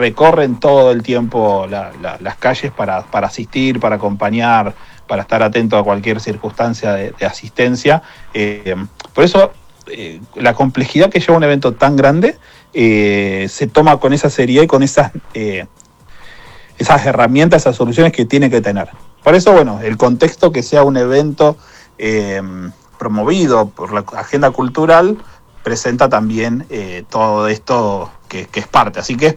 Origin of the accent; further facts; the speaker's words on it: Azul, Buenos Aires Province, Argentina; born there; now in Buenos Aires, Argentina; yo nací en Azul, soy del interior también, a 300 kilómetros de Buenos Aires, nací hace 22 años que vivo en Buenos Aires, uh-huh. En Capital Federal